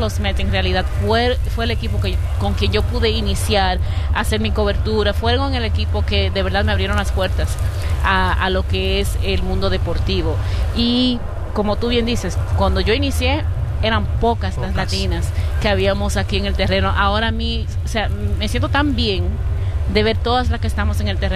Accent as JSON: {"language": "Spanish", "country": "Dominican Republic", "moved": "yes", "lives_now": "United States", "said": "soy fanática del béisbol como buena dominicana"}